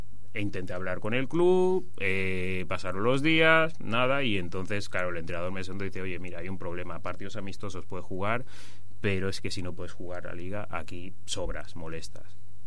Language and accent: Spanish; Lleida, Catalonia, Spain; also born or lived in Barcelona / Premià de Mar; se vinieron aquí a España y bueno, y ahí nací yo con tres hermanos, ¿vale? En total somos cuatro. Yo estuve hasta los 6 años en Premia de Mar, mis padres al final se mudaron en Lleida y ahí fue pues bueno, donde viví toda mi infancia